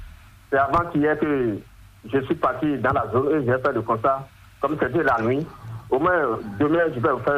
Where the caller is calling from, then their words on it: Akassato, Atlantique, Benin; Je vous appelle depuis Akasato.